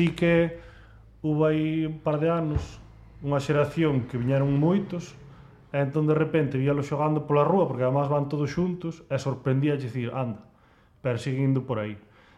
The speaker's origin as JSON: {"language": "Galician", "town": "Laxe", "region": "Galicia", "country": "Spain", "said": "Eu son de Laxe."}